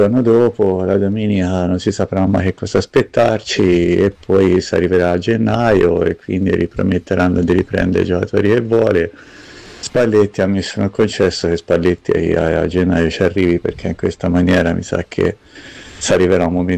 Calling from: Tuscany, Italy; io sono toscano

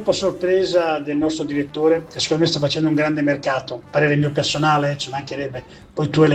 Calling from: Ferrara, Emilia-Romagna, Italy; da Ferrara.

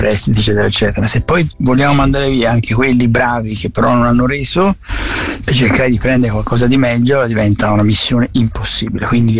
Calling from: Brescia, Lombardy, Italy; Ciao, sono da Brescia.

